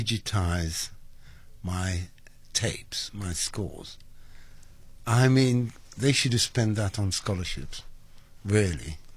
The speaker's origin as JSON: {"language": "English", "town": "Cape Town", "region": "Western Cape", "country": "South Africa", "tie": "born or raised there", "also_born_or_lived": "England", "moved": "as an adult", "said": "I grew up in St. Phillips in Cape Town, here in Chapel Street, District 6"}